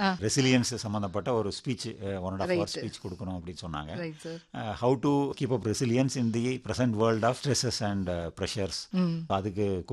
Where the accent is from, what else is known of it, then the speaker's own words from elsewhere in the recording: Coimbatore, Tamil Nadu, India; படிச்சது எல்லாமே கோயம்புத்தூர். இங்க பிறந்தது வந்து குப்பசாமிநாடு ஹாஸ்பிடல் தான் பிறந்தேன்.